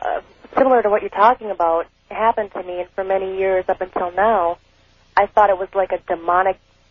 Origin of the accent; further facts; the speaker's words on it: Minneapolis, Minnesota, United States; I'm from Minneapolis.